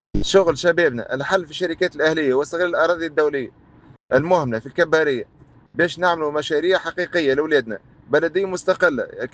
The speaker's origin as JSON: {"language": "Arabic", "town": "Tunis", "region": "Tunis Governorate", "country": "Tunisia"}